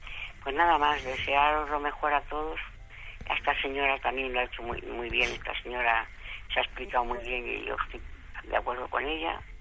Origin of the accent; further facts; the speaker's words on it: Riaza, Castile and León, Spain; Yo soy de Riaza, de Segovia.